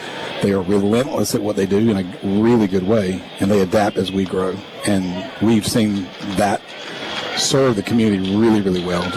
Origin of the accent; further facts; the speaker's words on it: Nashville, Tennessee, United States; we're from Nashville, so it's 15 minutes away.